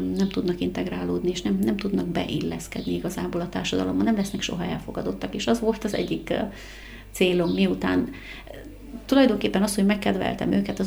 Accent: Sălaj, Romania; moved away; abban a megyében, ahol én felnőttem, Szilágy megyében

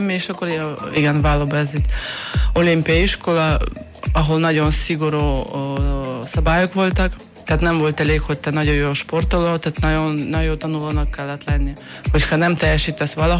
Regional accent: Russia; moved away as an adult; also born or lived in Moscow; now in Hungary; Oroszországban születtem, kis faluba, a Szentpétervártól hát 280 kilométer

